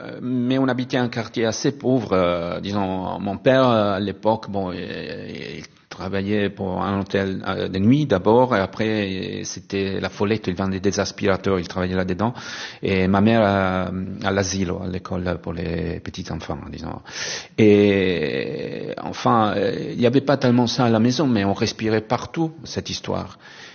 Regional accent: Pisa, Tuscany, Italy; moved away; j'ai grandi à Pise, mais avec une grand-mère sarde.

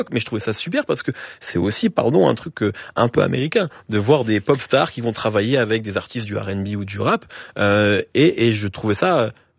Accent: France; ou chez nous, en France, parfois c'est un peu plus compliqué, ou ça peut être un peu plus mal vu.

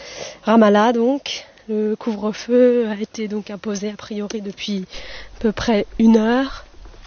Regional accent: Paris, Île-de-France, France

